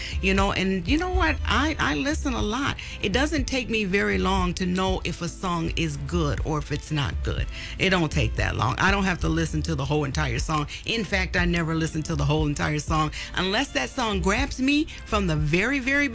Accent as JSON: {"language": "English", "town": "Bald Knob", "region": "Arkansas", "country": "United States", "tie": "born or raised there", "also_born_or_lived": "Little Rock, Arkansas", "said": "I was born in Little Rock, Arkansas. Grew up in Bald Knob, Arkansas, which is not very far from Little Rock."}